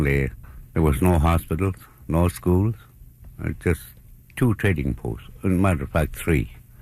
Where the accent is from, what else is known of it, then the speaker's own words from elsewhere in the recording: Fort McPherson, Northwest Territories, Canada; moved away as an adult; also born or lived in Iqaluit; now in Inuvik, Canada; From McPherson, sir.